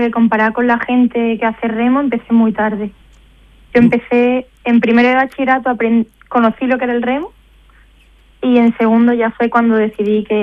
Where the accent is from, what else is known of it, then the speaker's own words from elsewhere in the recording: Málaga, Andalusia, Spain; moved away as an adult; now in Seville, Spain; yo soy de Málaga, pero llevo ya 5 años viviendo en Sevilla